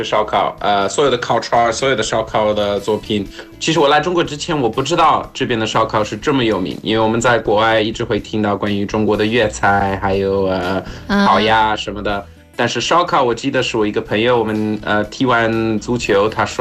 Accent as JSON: {"language": "Chinese", "country": "South Africa", "tie": "born or raised there", "second_language": "Chinese", "moved": "yes", "said": "像在我年轻的时候在南非长大"}